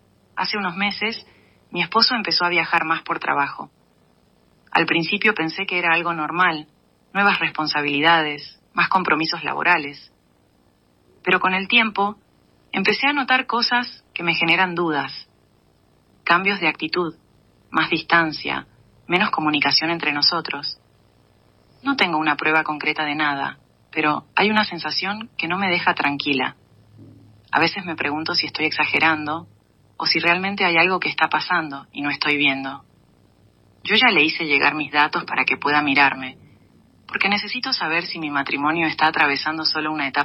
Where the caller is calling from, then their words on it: Rocha, Uruguay; Nací el 6 de abril de 1981 y estoy llamando desde Rocha.